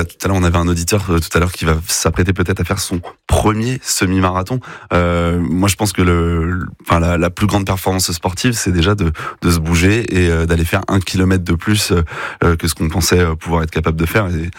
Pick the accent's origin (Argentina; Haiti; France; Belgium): France; Brittany; j'ai eu envie de visiter ma région natale et de mieux la percevoir.